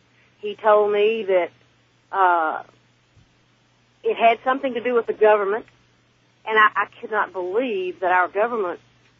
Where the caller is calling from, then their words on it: Tennessee, United States; I'm from Tennessee.